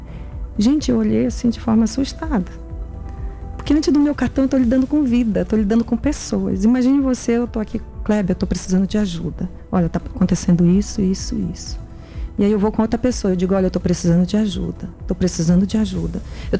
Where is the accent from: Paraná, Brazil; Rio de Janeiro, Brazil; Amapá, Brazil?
Amapá, Brazil; Laranjal do Jari; also born or lived in Macapá; eu fui criada assim, Laranjal do Jari.